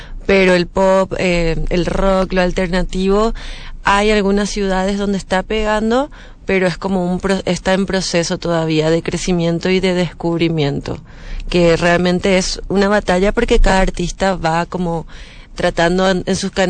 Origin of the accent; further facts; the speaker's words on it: Paraguay; Yo creo que en la capital, en Asunción, estamos más influenciados por lo que pasa en Argentina